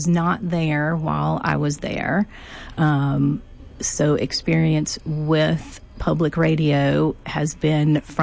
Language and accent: English; Thibodaux, Louisiana, United States; moved away; also born or lived in Baton Rouge, Louisiana / Valdosta, Georgia; I grew up in Thibodaux, Louisiana, so we listened primarily to New Orleans stations and Baton Rouge, and then I lived in Baton Rouge for several years